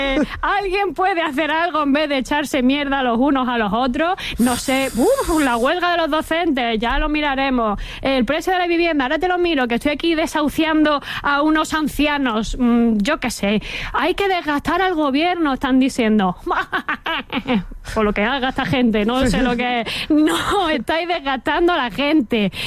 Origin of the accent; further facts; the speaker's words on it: Cuenca, Castilla-La Mancha, Spain; Y la otra, que soy de Cuenca, cojones.